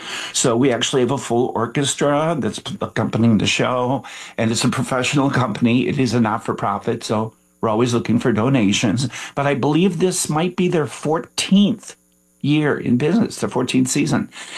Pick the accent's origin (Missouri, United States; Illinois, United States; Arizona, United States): Illinois, United States; Chicago; The south side of Chicago.